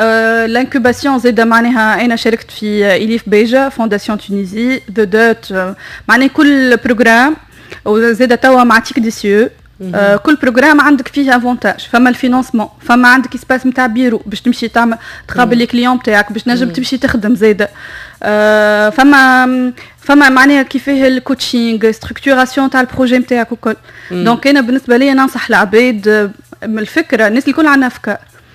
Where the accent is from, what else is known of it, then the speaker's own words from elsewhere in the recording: Tunisia; عندنا في تونس